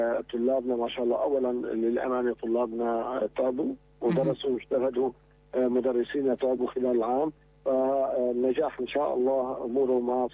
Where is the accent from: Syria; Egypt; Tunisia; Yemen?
Syria; بلدنا سوريا